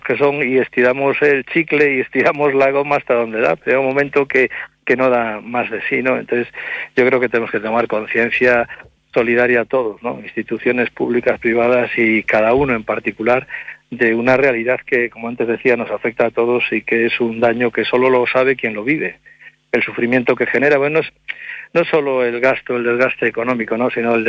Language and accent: Spanish; Galicia, Spain; viniendo de donde vengo, de Galicia